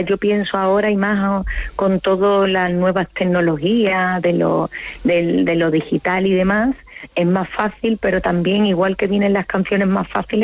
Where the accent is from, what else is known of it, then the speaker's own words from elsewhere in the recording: Spain; lo mucho que me queréis, tanto fuera de España como en mi tierra, ¿no?